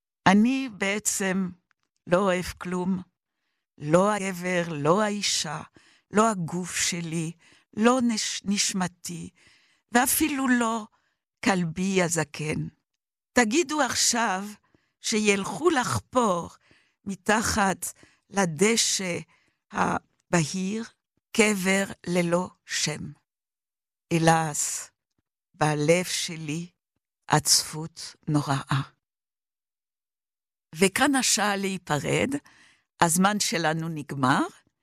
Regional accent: France; now in Jerusalem, Israel; שזה יום החג הלאומי של צרפת, ארץ מולדתי, מכורתי. מאוד אהבתי לחיות בצרפת, אבל הרבה יותר מזה 50 שנה בירושלים כישראלית.

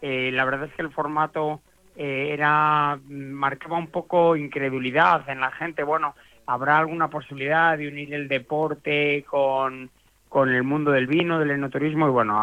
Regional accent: Valladolid, Castile and León, Spain; Yo soy de Valladolid

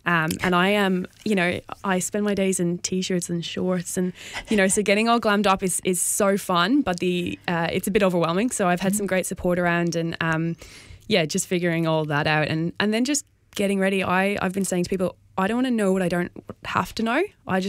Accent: Australia; now in Melbourne, Australia; I'm very proud to be both Australian, yeah, and Irish, and you know, and I am Australian, and I also call myself Irish

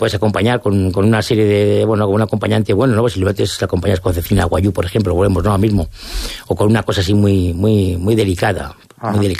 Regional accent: Almazán, Castile and León, Spain; yo en mi pueblo que soy de Almazán, cuando estaba en Almazán, si había cinco restaurantes, los cinco teníamos cosas diferentes

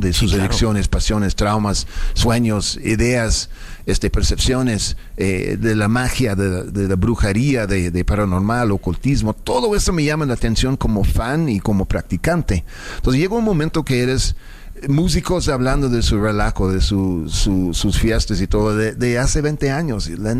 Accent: Mexico City, Mexico; Soy chilango con acento, pues yo qué hago, ¿no?

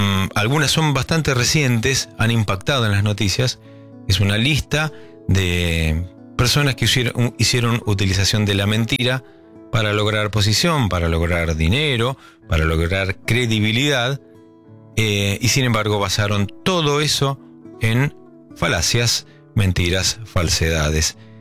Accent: La Rioja, Argentina; born there; moved away; soy provinciano, nací en La Rioja, y hasta ahí viví los primeros años.

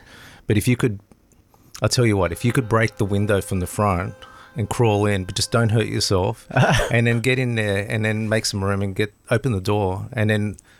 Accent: Sydney, New South Wales, Australia; Well, I was born in Sydney. Okay. I pretty much grew up in Bondi.

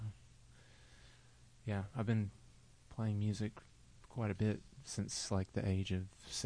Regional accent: Lawrenceburg, Tennessee, United States; I'm from Lawrenceburg, Tennessee, so it's kind of a mixture of small little tiny mountains and flat ground. It's in kind of Tennessee Valley, so Shoal Creek.

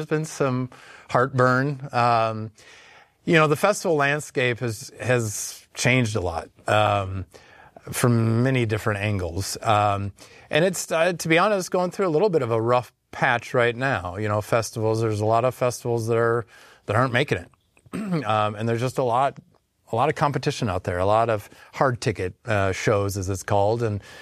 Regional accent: Minnetonka, Minnesota, United States; moved away as an adult; also born or lived in Vermont / New York / California; I grew up in Minnetonka, Minnesota, until I was 18. Moved away for college, lived in the Northeast between Vermont and New York for 7 years, and then out in California for another 9 or 10 years

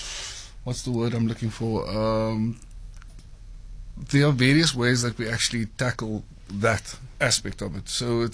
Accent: Cape Town, Western Cape, South Africa; growing up on the Cape Flats

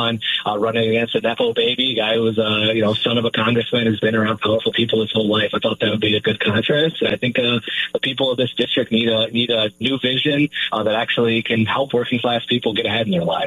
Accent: Rockford, Illinois, United States; I am from the Rockford area, so lived a little bit all over Winnebago County, but both my parents are from the west side of Rockford, working class people.

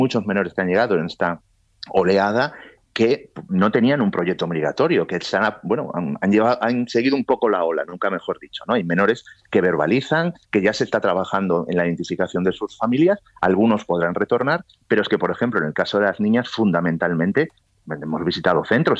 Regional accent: Galicia, Spain; A mí me sorprende, yo soy gallego, el Partido Popular lleva 40 años gobernando en Galicia.

